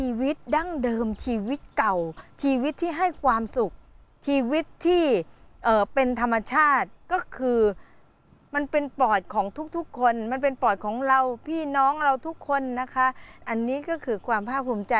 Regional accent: Bangkok, Thailand; ถือว่ามันเป็นแผ่นดินทองท้องถิ่นยานาวานะคะซึ่งเรียกว่าเป็นกลางกรุงเราได้ความสุขจากที่นี่มาตั้งแต่อ้อนแต่ออก

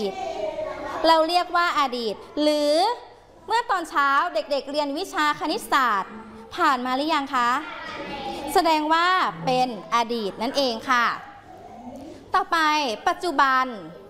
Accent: Phetchaburi, Thailand; now in Prachuap Khiri Khan, Thailand; อย่างเช่น … นั้นมีบ้านเกิดอยู่ที่จังหวัดเพชรบุรีและตอนนี้ … ก็ย้ายถิ่นฐานมาอยู่ที่จังหวัดประจวบคีรีขันธ์เพราะว่าคุณพ่อคุณแม่ทำงานอยู่ที่จังหวัดประจวบคีรีขันธ์นะคะ

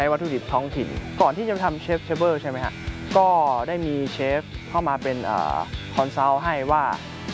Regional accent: Chiang Mai, Thailand; also born or lived in Bangkok; โดยกำเนิดผมเป็นคนภาคเหนือแล้วนะครับเป็นคนเชียงใหม่อยู่แล้วพ่อแม่ก็ให้กินอาหารเหนือตลอดโดยตั้งแต่เด็กก็กินอาหารเหนือ

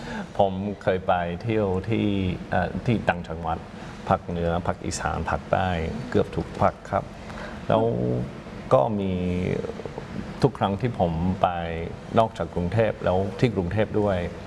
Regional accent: Australia; Thai is a second language; moved away as an adult; now in Thailand; ก็ตอนผมอยู่ที่ประเทศออสเตรเลียผมพยายามเรียนภาษาไทย

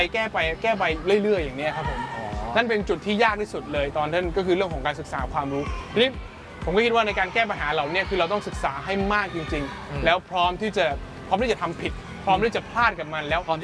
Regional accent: Ko Samui, Surat Thani, Thailand; แล้วผมเป็นคนชาวสมุยผมต้องเล่าให้พี่ฟังนะผมเป็นชาวสมุยที่สมุยเนี่ยมันเป็นเมืองท่องเที่ยวมันไม่ใช่เมืองของ IT เท่าไหร่

